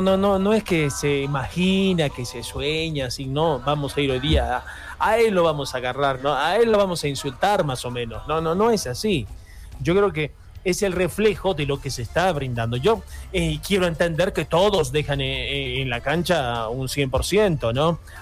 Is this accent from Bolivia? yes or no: yes; Bolivia; nosotros como bolivianos nos tenemos que mover de manera diferente.